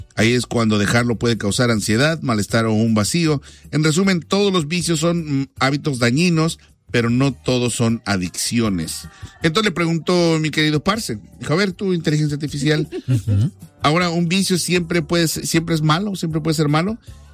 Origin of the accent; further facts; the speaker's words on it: Mexico; como mexicanos, yo creo que lo más criticado ha sido que a nosotros nos daban espejos por oro.